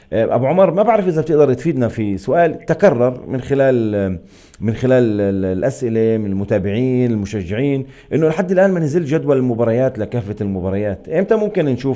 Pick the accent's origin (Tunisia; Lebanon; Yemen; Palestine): Palestine; لنا كمان كفلسطينيين